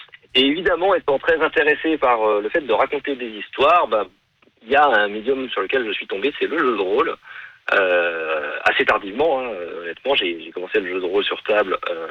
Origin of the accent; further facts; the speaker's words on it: France; now in Paris, France; je suis français.